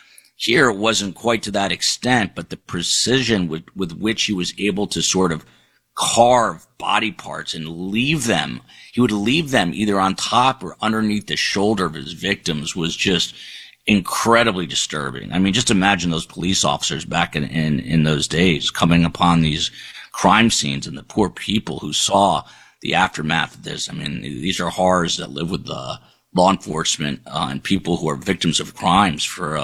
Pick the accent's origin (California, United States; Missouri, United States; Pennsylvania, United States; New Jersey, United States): New Jersey, United States; I was a very young kid in the 70s, and I grew up in New Jersey